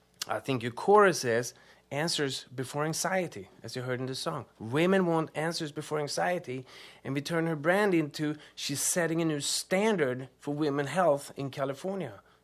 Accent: Sweden; moved away; even though I'm from Sweden.

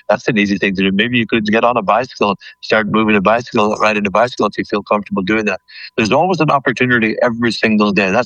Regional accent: Ireland; The sickness that I experienced as a child, young man growing up in Ireland, and that of my family forced me to take charge of my own health and my own life. I'm 67.

